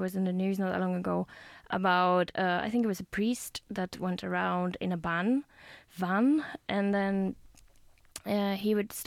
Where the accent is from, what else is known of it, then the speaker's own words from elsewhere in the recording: Spain; I come from Spain. Spain is, as you all, maybe not all of you, but many of you will know that it's a historically Catholic country where church has a lot of power